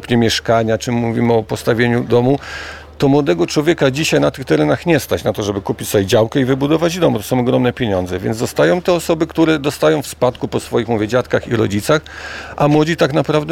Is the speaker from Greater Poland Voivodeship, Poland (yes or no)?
no; Władysławowo, Pomeranian Voivodeship, Poland; Urodzony z dziada pradziada. Ja muszę powiedzieć, że mam korzenie helskie